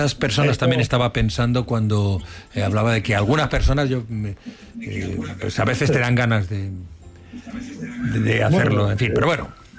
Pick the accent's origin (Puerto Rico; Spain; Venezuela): Spain; Asturias; yo lo recuerdo cuando era pequeño en Asturias